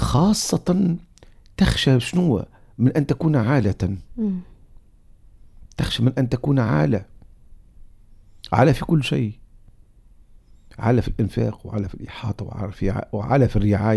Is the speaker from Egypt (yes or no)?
no; Tunisia; احنا عندنا في تونس هنا في بلادنا